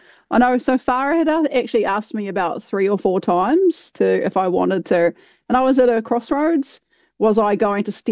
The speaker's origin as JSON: {"language": "English", "town": "Mossburn", "region": "Southland", "country": "New Zealand", "tie": "born or raised there", "also_born_or_lived": "Milton, Otago", "said": "So I grew up in rural Southland in a place called Mossburn on the way to, which is the gateway to Fiordland."}